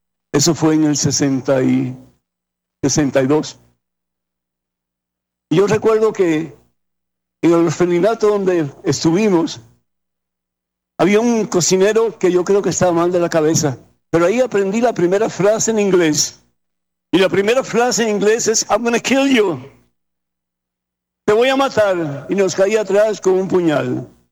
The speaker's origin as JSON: {"language": "Spanish", "country": "Cuba", "tie": "born or raised there", "moved": "yes", "said": "Yo soy de Cuba originalmente. Y el gobierno cubano nos botó a nosotros de la finca donde vivíamos. Éramos campesinos."}